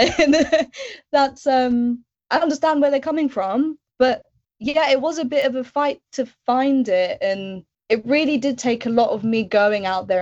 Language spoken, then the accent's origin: English; Aylesbury, South East England, United Kingdom; moved away as an adult; also born or lived in Scotland; growing up in Aylesbury, then going to Scotland